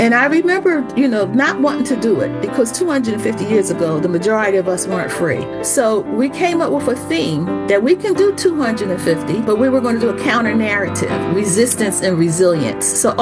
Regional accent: Philadelphia, Pennsylvania, United States; here in Philadelphia. I was born in South Philadelphia, 1947. I'm Philadelphia through and through.

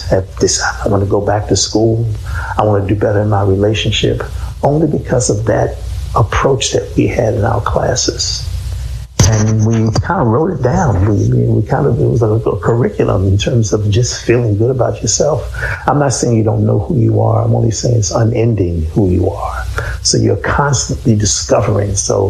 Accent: Philadelphia, Pennsylvania, United States; When I was a young boy growing up in North Philly

